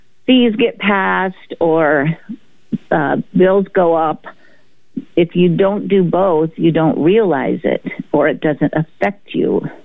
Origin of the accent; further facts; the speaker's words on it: Santa Rosa, California, United States; now in Rogue Valley, United States; I grew up in Santa Rosa, California, but spending every summer here in Oregon because my grandmother lived at the Evans Valley.